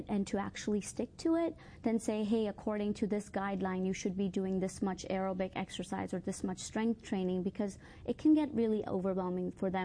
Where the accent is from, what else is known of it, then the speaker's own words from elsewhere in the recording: India; Yeah, so I grew up in India, and my grandma was a huge part of my life, and I saw how much she did to take care of herself every single day.